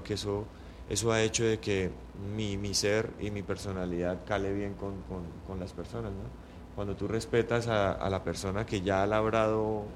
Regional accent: Colombia; uno como buen colombiano

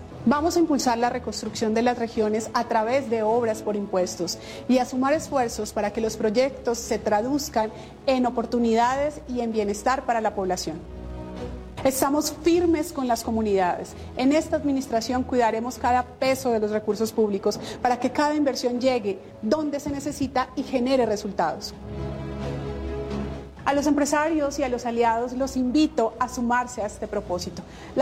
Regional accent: Llanos Orientales, Colombia; Soy una mujer llanera

